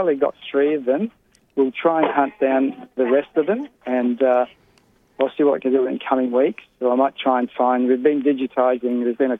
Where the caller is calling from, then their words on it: Darwin, Northern Territory, Australia; I'm actually calling from Darwin. And I'm just on the way to Kakadu, believe it or not.